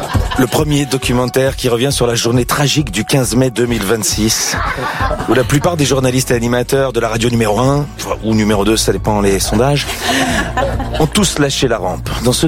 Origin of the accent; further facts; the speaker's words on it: Belgium; En tant que Belge, la Coupe du Monde de 2010 en Afrique du Sud, c'est ma préférée de l'équipe de France.